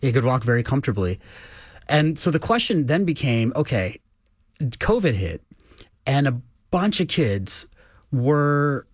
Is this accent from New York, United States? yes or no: no; Lake Jackson, Texas, United States; which is how I grew up in Lake Jackson, Texas.